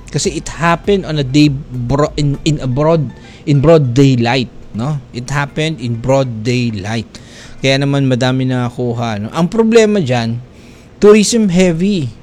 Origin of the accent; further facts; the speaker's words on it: Bangsamoro, Philippines; I mean, one of my fascination being a Muslim, being a Filipino Muslim, being a Maranao, na tila baga, uy, grabe ah.